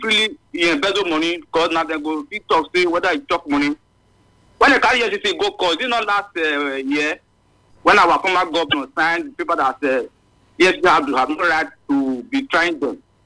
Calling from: Nigeria; I'm calling from Warake, Nawahi.

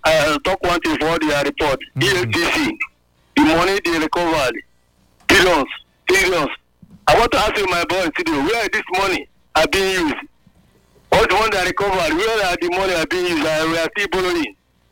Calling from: Nigeria; I'm calling from Igwebe and local government.

